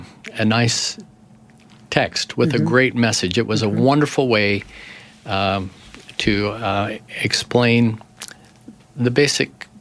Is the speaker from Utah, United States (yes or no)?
yes; Spanish Fork, Utah, United States; moved away as an adult; also born or lived in Los Angeles; my hometown, Spanish Fork